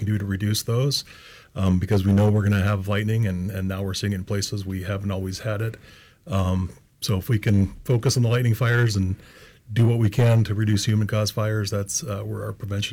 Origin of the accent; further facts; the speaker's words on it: Anchorage, Alaska, United States; Yeah, I was born and raised in Alaska and grew up on the Anchorage hillside